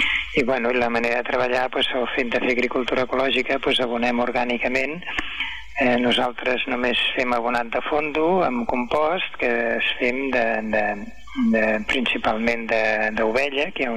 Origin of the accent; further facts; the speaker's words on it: Canovelles, Catalonia, Spain; moved away as an adult; now in Ebro Delta, Spain; fa 24 anys que estic al Delta, però jo sóc del Vallès, precisament sóc de Canovelles, al costat de Granollers, a prop de vosaltres.